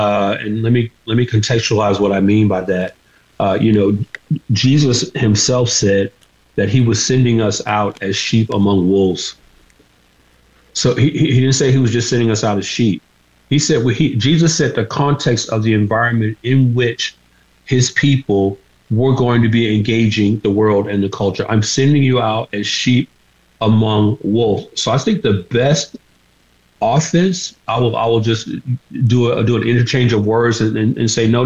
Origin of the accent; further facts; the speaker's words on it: Georgia, United States; You have in Georgia, my home state